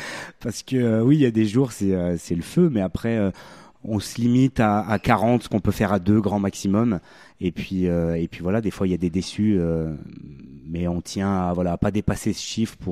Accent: Bourg-Argental, Auvergne-Rhône-Alpes, France; moi j'ai grandi à Bourg-Argental, j'ai fait jusqu'à mon collège, je sais que c'est un village tranquille

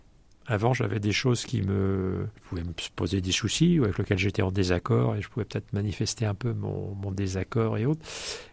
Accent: France; t'es Français, oui, moi aussi

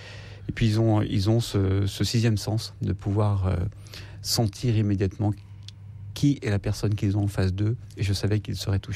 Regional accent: Algeria

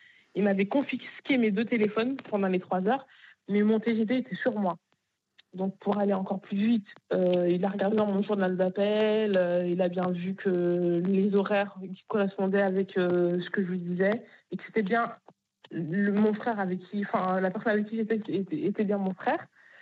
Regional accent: Bagneux, Île-de-France, France; Parce que moi, je viens de Bagneux.

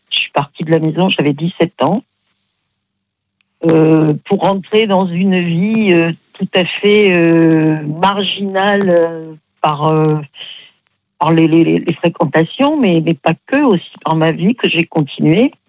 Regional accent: Aix-en-Provence, Provence-Alpes-Côte d'Azur, France

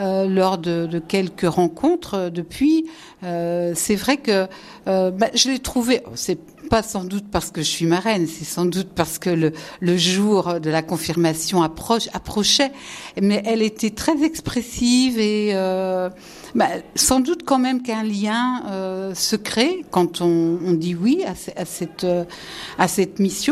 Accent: Challans, Pays de la Loire, France; hein, voilà, je suis marraine, je viens de Chalans.

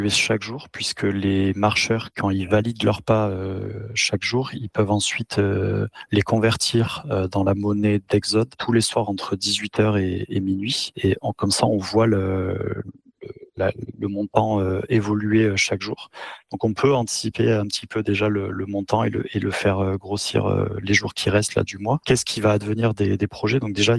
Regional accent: Montpellier, Occitanie, France; même les fondateurs, Eric et moi, on est même natifs de Montpellier.

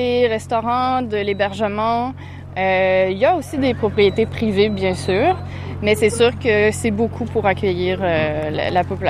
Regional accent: Percé, Quebec, Canada; le village, moi, c'est vraiment Cap d'Espoir plus. Mais oui, c'est la municipalité de Percé, là, la ville de Percé. Donc oui, je suis quand même percéenne, effectivement.

